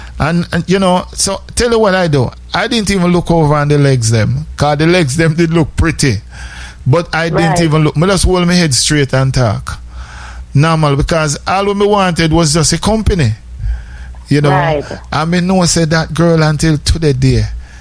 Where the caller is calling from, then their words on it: Saint Mary, Jamaica; I'm from St. Mary.